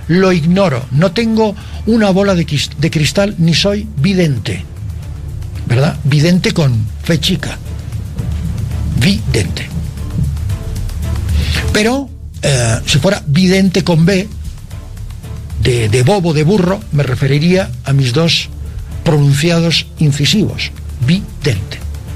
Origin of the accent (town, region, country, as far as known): Bolivia